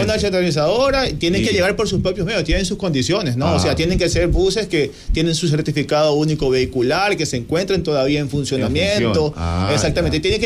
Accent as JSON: {"language": "Spanish", "town": "Portoviejo", "region": "Manabí", "country": "Ecuador", "said": "yo también soy manabita de Puerto Viejo"}